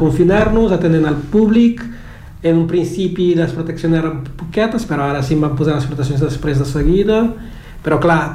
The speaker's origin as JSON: {"language": "Catalan", "country": "Cape Verde", "first_language": "Cape Verdean Creole", "second_language": "Catalan", "moved": "yes", "lives_now": "Barcelona, Spain"}